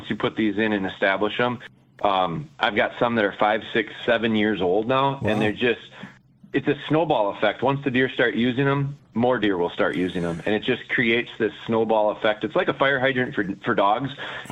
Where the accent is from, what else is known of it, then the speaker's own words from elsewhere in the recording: Rhinelander, Wisconsin, United States; I'm from Rhinelander, hence the name Hodag Outdoors. And so I kind of grew up there, and I'm 45 right now.